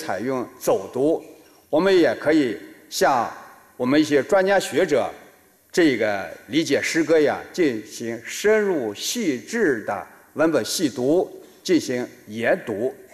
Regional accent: Xi'an, Shaanxi, China; 我们西安人

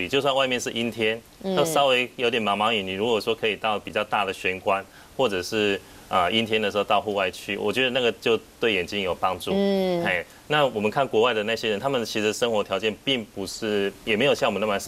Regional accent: Taiwan; 那我们台湾人呢，的体质跟西方人比较起来呢，有一些差异哈

